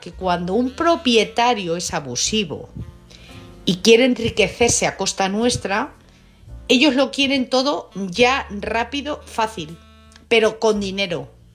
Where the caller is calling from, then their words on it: Madrid, Community of Madrid, Spain; Hola, buenas noches. Soy … de Madrid.